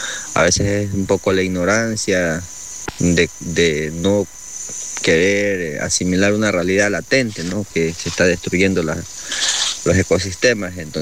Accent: Ecuador

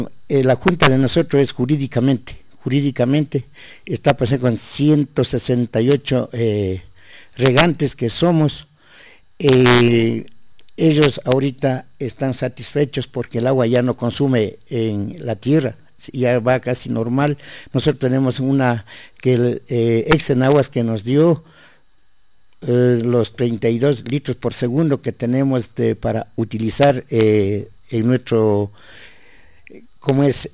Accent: Cotopaxi, Ecuador; soy del barrio Pitiwa.

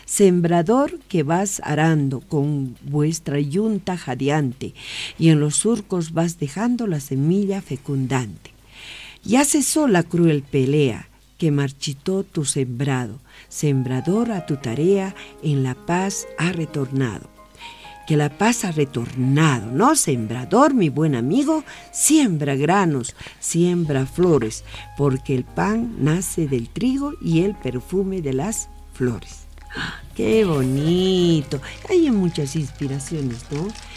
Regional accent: Bolivia; mañana vamos a celebrar como buenos bolivianos el 2 de agosto

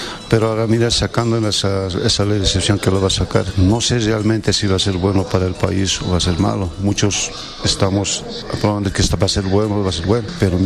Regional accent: Bolivia; todos somos bolivianos

